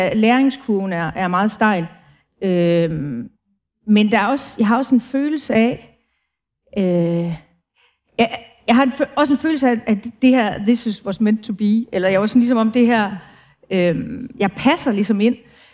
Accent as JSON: {"language": "Danish", "town": "Brønderslev", "region": "North Denmark Region", "country": "Denmark"}